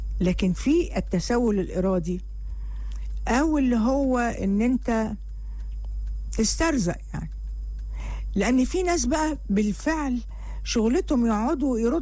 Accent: Egypt

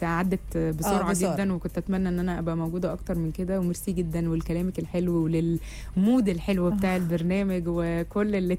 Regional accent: Egypt

